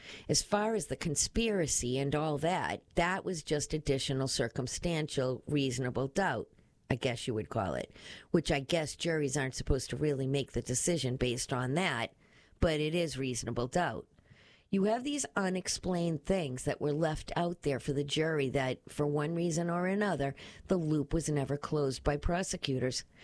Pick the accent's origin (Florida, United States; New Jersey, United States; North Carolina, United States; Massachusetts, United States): Massachusetts, United States; Brockton; being born and raised in Brockton and living on the South Shore and in Boston, there's a lot of regional connections.